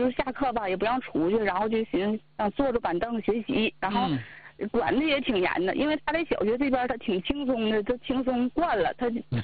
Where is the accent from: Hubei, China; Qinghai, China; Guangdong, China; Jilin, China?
Jilin, China; Changchun; 我因为我就是也在那边长大的，